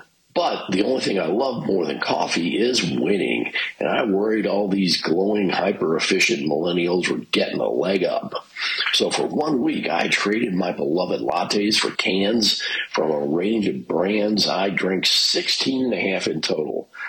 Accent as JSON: {"language": "English", "country": "Australia", "said": "I'm a coffee addict. As an Australian, it's required by law."}